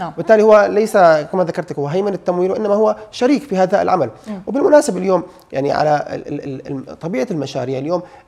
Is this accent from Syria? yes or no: yes; Syria; لو بدنا تمويل كسوريين كانت الحكومة أخذت من زمان من بعد التحرير كم شهر قروض.